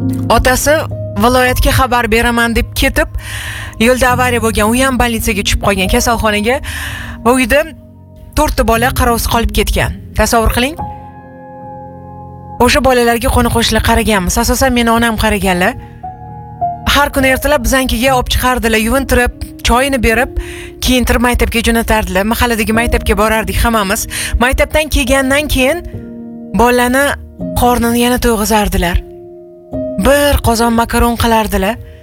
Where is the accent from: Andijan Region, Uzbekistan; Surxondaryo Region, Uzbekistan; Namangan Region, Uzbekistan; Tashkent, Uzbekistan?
Tashkent, Uzbekistan; Xullas, Toshkentning Beshqayrag'ochida yashaganmiz. Bilasiz, o'zbekona mahallalar, qo'shnilar bir-biri bilan juda ahil, mehr-oqibatli, haqiqiy o'zbek mahallaga borgandek bo'lasiz.